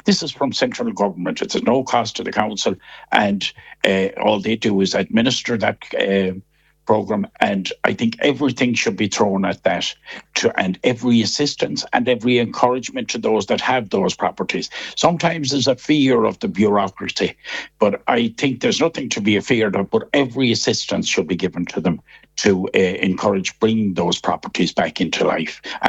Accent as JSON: {"language": "English", "town": "Kilkelly", "region": "Connacht", "country": "Ireland", "tie": "born or raised there", "said": "it's 69 years since my hometown Kilkelly had the privilege of having the chairman."}